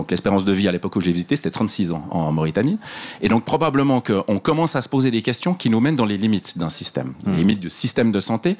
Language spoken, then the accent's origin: French; Switzerland; en tant que Suisse.